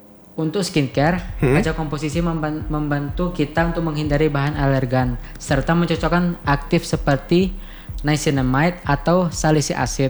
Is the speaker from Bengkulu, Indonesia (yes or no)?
yes; Bengkulu, Indonesia; moved away as an adult; now in Bukittinggi, Indonesia; orang Bengkulu.